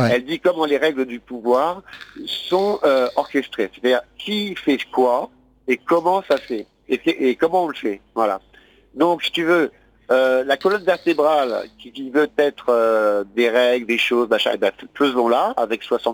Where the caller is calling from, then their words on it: Paris, Île-de-France, France; je suis un Parisien